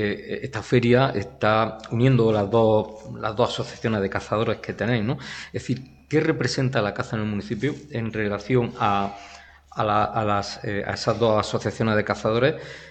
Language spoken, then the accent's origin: Spanish; El Ejido, Andalusia, Spain; moved away; Yo vengo del ejido